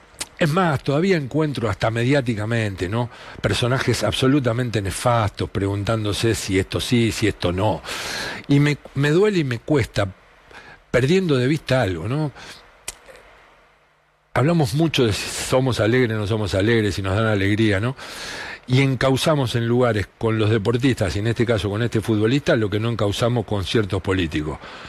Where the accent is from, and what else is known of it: Argentina